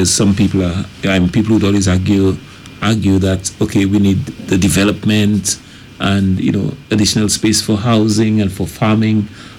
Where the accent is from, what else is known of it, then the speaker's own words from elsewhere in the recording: Gros Islet, St. Lucia; I remember growing up in Grosley in the Bellevue area